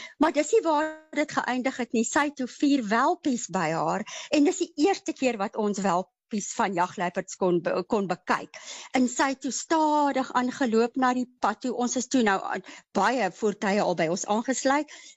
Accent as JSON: {"language": "Afrikaans", "town": "Tzaneen", "region": "Limpopo", "country": "South Africa", "tie": "born or raised there", "also_born_or_lived": "United States", "moved": "as an adult", "said": "ek het groot geword in Tzaneen, so ek was baie in Letaba kamp"}